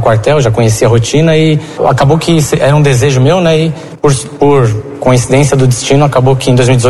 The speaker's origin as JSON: {"language": "Portuguese", "town": "Rio do Sul", "region": "Santa Catarina", "country": "Brazil", "said": "Lá em Rio do Sul havia o programa Bombeiro Mirim, como existe hoje, né? Então, eu, em 2008, fui um bombeiro mirim."}